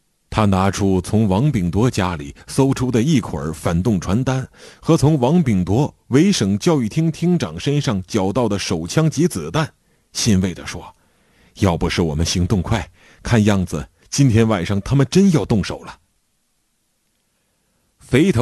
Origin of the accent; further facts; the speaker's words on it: Yi County, Hebei, China; 一支解放军部队来到我的家乡河北省易县血山村，发动青年参军，推翻蒋家王朝。当时 虽然我还不满18岁，身材也单薄瘦小，但我积极报名参军